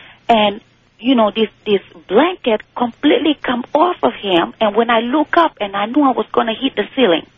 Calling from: Missouri, United States; I'm calling from Missouri.

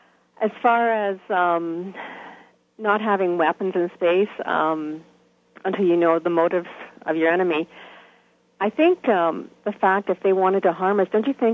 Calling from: London, Ontario, Canada; I'm calling from London, Ontario, in Canada.

